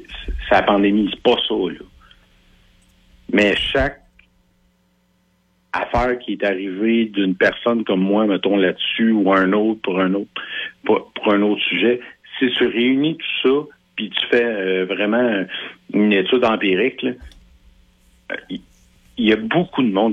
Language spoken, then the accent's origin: French; Drummondville, Quebec, Canada; je suis un peu plus vieux que toi, Max, là, puis je viens de Drummondville, OK?